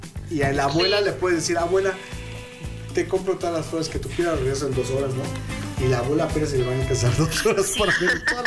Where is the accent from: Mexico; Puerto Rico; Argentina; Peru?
Mexico; Puebla; born there; yo estaría feliz de haber nacido en 3 estados: Veracruz, Oaxaca, y afortunadamente nací en Puebla, en el centro